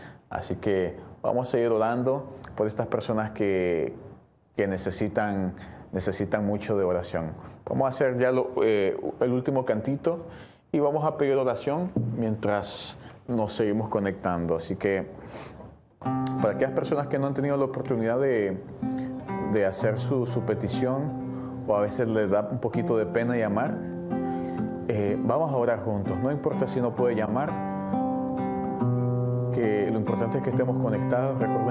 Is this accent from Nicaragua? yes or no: yes; Nicaragua; Gracias a las personas que nos escriben mucho de Nicaragua, que es de donde soy.